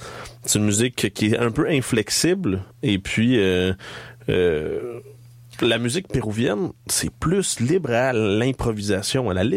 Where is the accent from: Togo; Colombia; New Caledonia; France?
Colombia; moved away; moi je viens de la Colombie